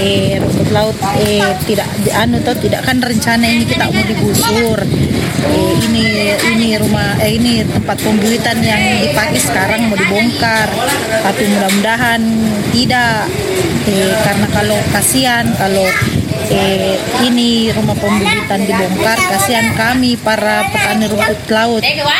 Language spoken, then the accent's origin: Indonesian; Sumba, East Nusa Tenggara, Indonesia; moved away; Kan saya memang orang Sumba, cuman mamaku ini kan lagi toh, jadi ikut sama suaminya ke Mamuju. Kalau bapakku ada di Sumba sama adikku